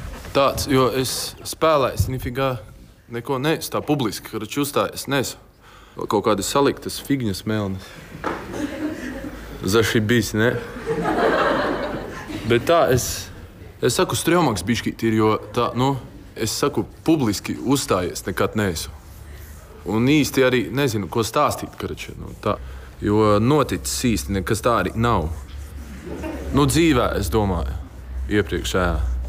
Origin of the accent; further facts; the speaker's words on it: Alsiki, Alūksne Municipality, Latvia; Nu es no Alsikiem esmu. Alsiki visu aluks neapēt, tas gals, karači, īsti. Jūs, ka uz aluksim brauks, karači, ar Alsikiem, ka brauc, tur pretī auto ostē, tā trīstāva māja ir, ja? Es tur uzaugu.